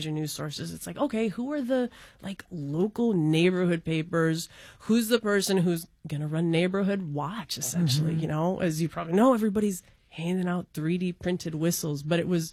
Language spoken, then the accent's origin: English; Minneapolis, Minnesota, United States; I grew up in Minneapolis